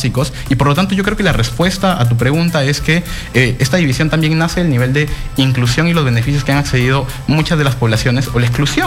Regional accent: Piura, Peru; yo soy de Piura

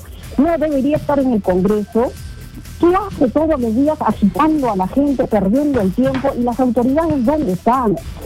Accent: Peru; O sea, todos somos peruanos. Hagamos conciencia por nuestro país

